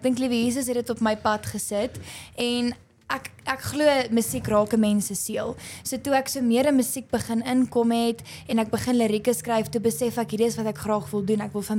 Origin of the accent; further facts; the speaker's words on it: Alberton, Gauteng, South Africa; born there; moved away as an adult; now in Pretoria, South Africa; ek is in Alberton gebore en ons het in 2019 Pretoria toe getrek, maar ek is mal oor Pretoria. Pretoria is so mooi, maar ek is van Alberton af, ja.